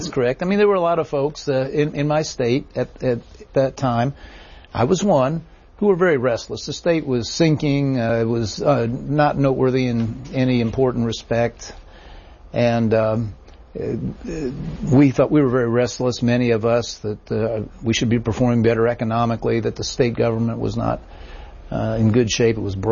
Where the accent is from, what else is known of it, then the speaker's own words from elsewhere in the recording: Bristol, Tennessee, United States; You know, I'm a hick from Bristol, Tennessee.